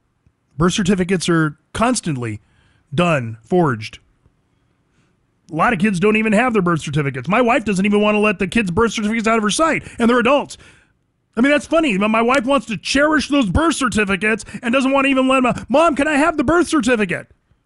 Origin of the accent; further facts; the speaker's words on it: San Joaquin Valley, California, United States; I come from the San Joaquin Valley, north of Fresno. My dad was a rancher.